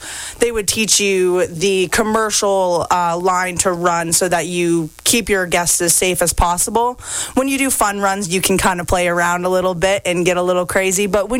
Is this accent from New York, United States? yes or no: no; Skowhegan, Maine, United States; I am from Skowhegan, Maine.